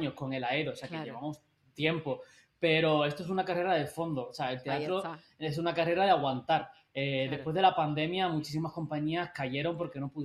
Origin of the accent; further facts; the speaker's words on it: Andalusia, Spain; somos los únicos andaluces